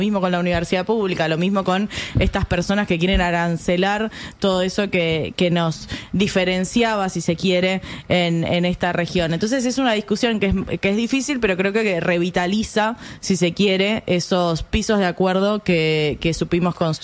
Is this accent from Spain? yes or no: no; Argentina; las cosas que nos hacen sentir orgullo como argentinos